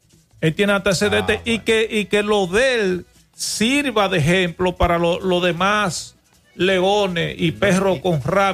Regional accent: Dominican Republic

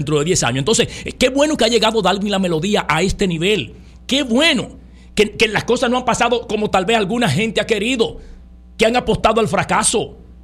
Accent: Dominican Republic; yo como otros dominicanos y como posiblemente otros comunicadores

